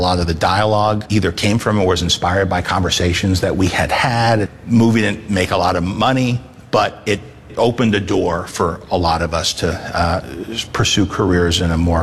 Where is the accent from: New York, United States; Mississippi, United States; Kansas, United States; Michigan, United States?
New York, United States; New York City; as a New Yorker, it really hit me like, wow, this has really hit another level.